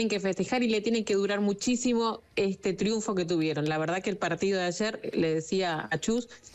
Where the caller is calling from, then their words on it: Argentina; siendo argentina